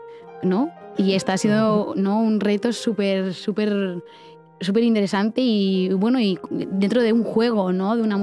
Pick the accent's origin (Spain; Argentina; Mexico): Spain; Basque Country; es una música escrita por una catalana, ella es andaluza y nosotras somos dos vascas, ¿no?